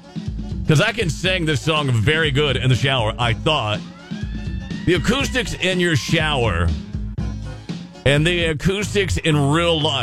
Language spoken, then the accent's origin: English; Kentucky, United States; Now, you know I'm from Kentucky, right?